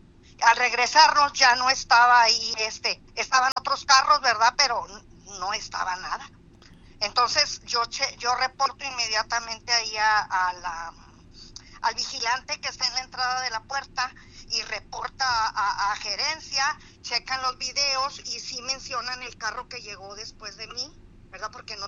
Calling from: Palau, Coahuila, Mexico; vivo en Palau, Coahuila

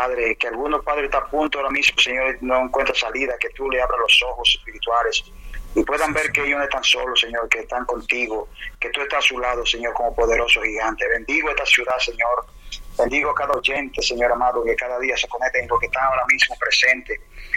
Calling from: Rome, Lazio, Italy; Estoy pastoreando en Roma, Italia, para todo el mundo.

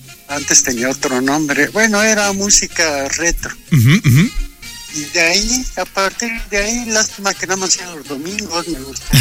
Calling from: Gualupita, State of Mexico, Mexico; De Gualupita, aquí en el Estado de México

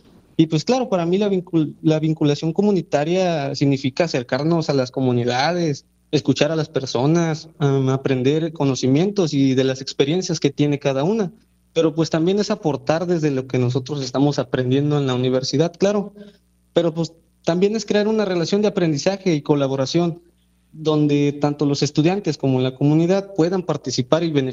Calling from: Espinal, Veracruz, Mexico; Me encuentro desde Espinal.

